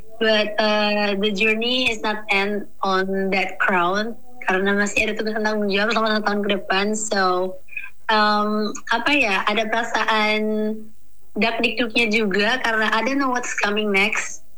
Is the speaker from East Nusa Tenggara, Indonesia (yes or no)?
yes; Ende, East Nusa Tenggara, Indonesia; selama aku tinggal di ND dari kecil sampai aku besar.